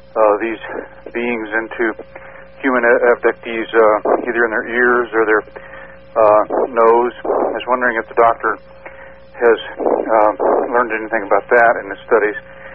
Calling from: Oregon, United States

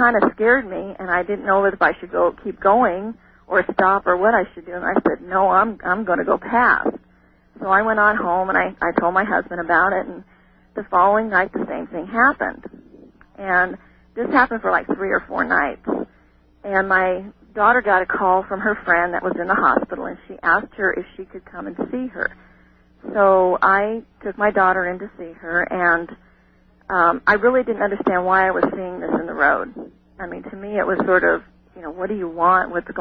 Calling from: Crowheart, Wyoming, United States; also born or lived in Oregon; I'm calling from Crowheart, Wyoming.

